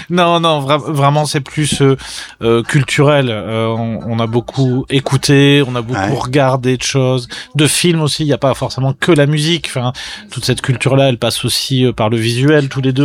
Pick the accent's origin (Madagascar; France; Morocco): France; Et puis aussi, nous, en tant que Français, ce qu'on appelle country, c'est pas forcément ce que les Américains appellent country.